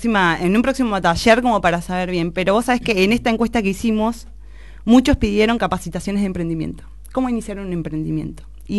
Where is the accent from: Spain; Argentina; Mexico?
Argentina; yo creo que nosotros como argentinos estamos súper super preparados